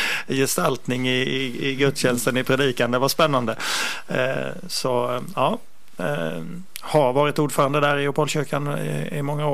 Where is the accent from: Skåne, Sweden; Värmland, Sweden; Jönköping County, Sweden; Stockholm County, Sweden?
Jönköping County, Sweden; Gnosjö; accent: Småland; moved away as an adult; now in Gothenburg, Sweden; Det kanske låter igenom på dialekten lite, men jag kommer från Småland, från Gnosjö. Flyttade därifrån 2004 till Göteborg.